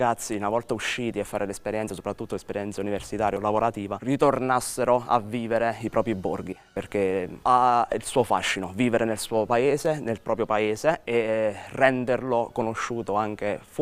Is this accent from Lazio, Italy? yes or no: no; Roccascalegna, Abruzzo, Italy; Rocca Scalegna è, oltre ad essere il mio paese, luogo dove mi piace vivere, dove ho la maggior parte degli amici, degli interessi.